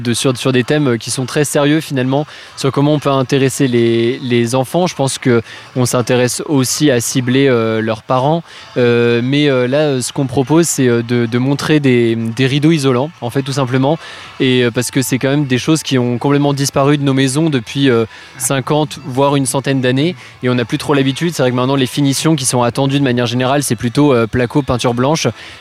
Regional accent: Grand Est, France; moved away as an adult; de base, je viens de Champagne, de Haute-Marne. Mais j'ai fait mes études dans une école d'architecture à Paris, où je suis encore étudiant. Et je suis venu à Méricourt

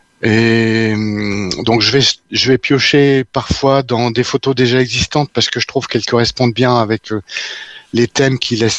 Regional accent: Saint-Amand-les-Eaux, Hauts-de-France, France; Je suis de Saint-Amand-les-Eaux, dans les Hauts-de-France, donc il n'y a pas beaucoup de flamants roses par chez moi

